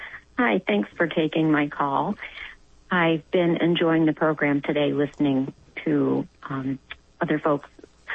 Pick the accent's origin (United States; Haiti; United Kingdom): United States; Rochester; born there; I was born at St. Mary's. Thank you. St. Mary's Hospital in Rochester.